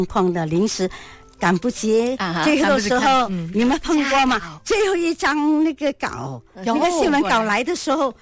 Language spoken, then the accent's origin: Chinese; Xiamen, Fujian, China; accent: Xiamen dialect; 我们福建话就厦门话就讲地